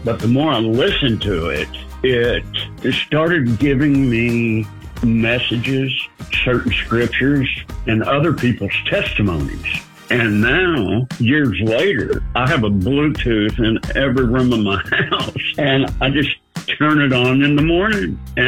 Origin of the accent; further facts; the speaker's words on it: Kingsport, Tennessee, United States; I'm from Kingsport, Tennessee.